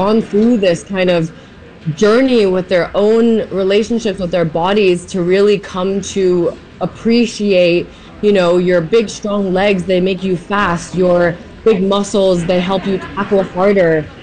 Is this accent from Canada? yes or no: no; Shanghai, China; born or raised there